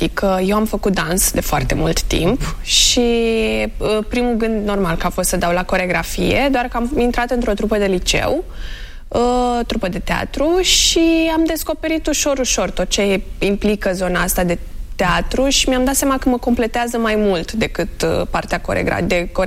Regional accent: Chișinău, Moldova; moved away; când am crescut eu acolo

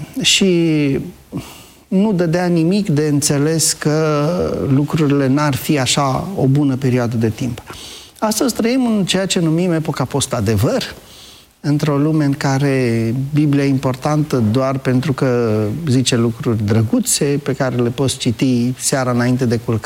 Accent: Romania; Noi ca români

